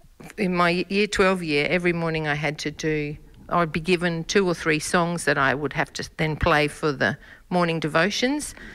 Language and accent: English; Queensland, Australia; born or raised there; moved away; also born or lived in Tanunda